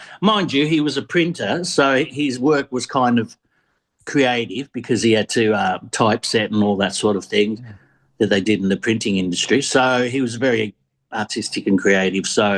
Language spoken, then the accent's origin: English; Richmond, Victoria, Australia; also born or lived in East Doncaster; well, I grew up in Richmond, which was very Greek at the time, and I went to Richmond High School, and there was probably 90% Greeks there.